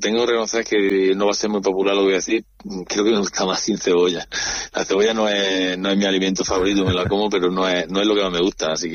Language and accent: Spanish; Jaén, Andalusia, Spain; en Los Arcos, que fue donde nací, en la zona de los Sauces, en la plaza Cervantes, de ahí cerca de Arimelia, en Jaén, desde hasta los 19 años, 100% en Jaén